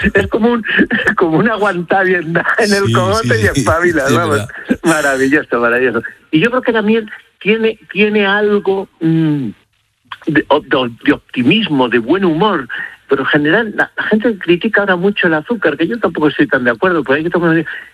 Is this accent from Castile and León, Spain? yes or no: yes; Castile and León, Spain; él era de cerca de mi pueblo, era de Piedrahíta